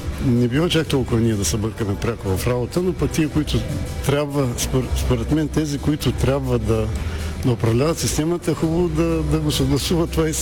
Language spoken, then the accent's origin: Bulgarian; Smolyan, Smolyan Province, Bulgaria; moved away as an adult; now in Plovdiv, Bulgaria; Аз съм кореняк смолянчанин, там съм драснал.